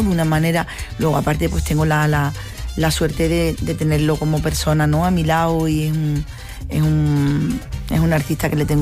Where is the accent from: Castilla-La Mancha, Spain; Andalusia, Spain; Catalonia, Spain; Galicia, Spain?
Andalusia, Spain; San Fernando; Tuve la suerte de nacer en San Fernando. La verdad que mi tierra es maravillosa y ha dado cosas muy bonitas